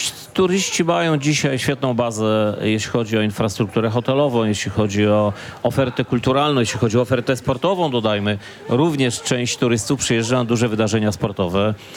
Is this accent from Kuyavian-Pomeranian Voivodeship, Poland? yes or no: no; Lublin, Lublin Voivodeship, Poland; tutaj u nas w Lublinie